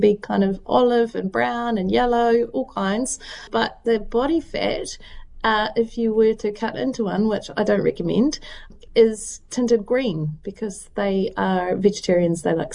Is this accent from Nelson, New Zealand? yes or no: no; Southland, New Zealand; I'm from Southland and therefore not a vegetarian.